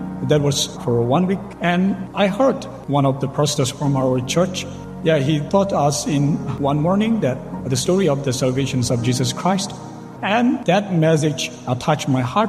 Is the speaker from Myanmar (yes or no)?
yes; Myanmar; moved away as an adult; now in Philippines; 31 years old. I'm from northern Myanmar, from the city of Budao